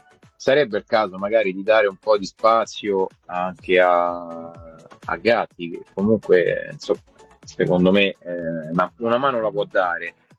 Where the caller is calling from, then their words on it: Civitavecchia, Lazio, Italy; da Civitavecchia